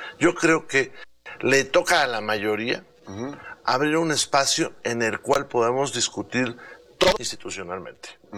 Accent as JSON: {"language": "Spanish", "town": "Saltillo", "region": "Coahuila", "country": "Mexico", "tie": "born or raised there", "said": "Yo soy de Saltillo."}